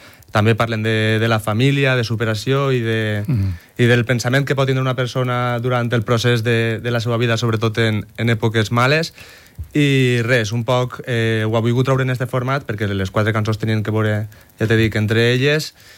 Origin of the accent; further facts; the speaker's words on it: Xeraco, Valencian Community, Spain; Sí, ja pràcticament quan pregunten ja puc dir pràcticament que soc de Xeraco, sí.